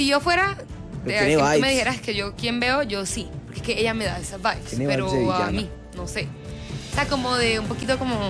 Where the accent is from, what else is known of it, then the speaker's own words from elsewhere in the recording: Caribbean coast, Colombia; yo no solamente soy costeña, sino que soy costeña extrovertida